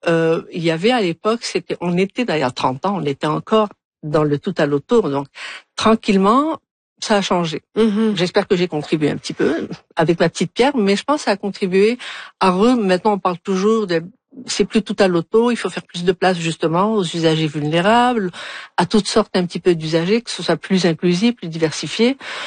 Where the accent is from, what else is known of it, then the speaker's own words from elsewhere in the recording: Algiers, Algiers Province, Algeria; Et donc moi, je suis vraiment native d'Alger